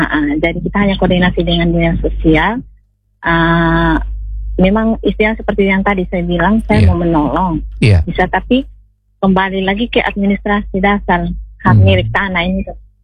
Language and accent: Indonesian; East Nusa Tenggara, Indonesia; kita orang NTT